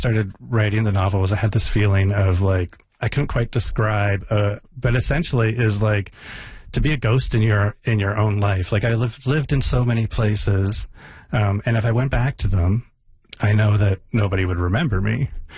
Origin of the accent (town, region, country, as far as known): Moncton, New Brunswick, Canada; born or raised there; also born or lived in San Francisco, United States